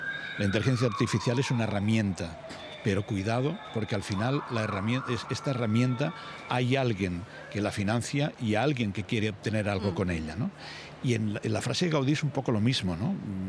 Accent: Barcelona, Catalonia, Spain; como barcelonés me siento orgulloso

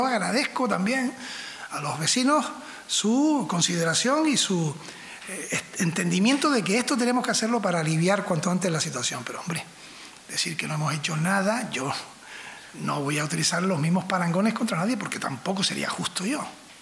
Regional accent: Canary Islands, Spain; ahora hablo como canario

